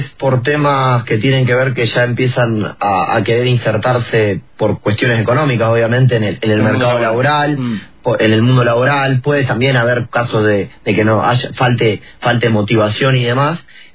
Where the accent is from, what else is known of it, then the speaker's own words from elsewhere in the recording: Rosario, Santa Fe, Argentina; nuestra provincia, que somos rosarinos de Santa Fe